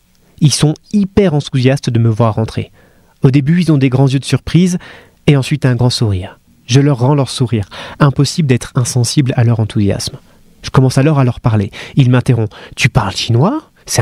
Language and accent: French; France; En France, on est des cons là-dessus.